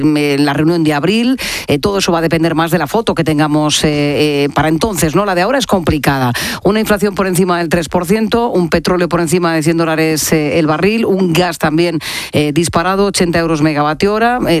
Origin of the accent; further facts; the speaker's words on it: Jumilla, Region of Murcia, Spain; moved away; desde mi tierra querida, desde Murcia, en Jumilla